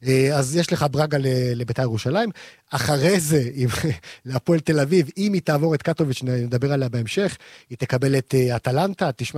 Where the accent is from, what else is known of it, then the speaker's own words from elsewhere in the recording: Jerusalem, Jerusalem District, Israel; בתור ירושלמי מיום היוולדי